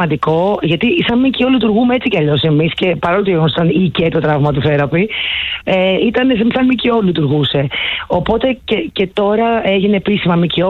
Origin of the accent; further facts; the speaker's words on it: Greece; γιατί αξίζουμε εμείς σαν Έλληνες.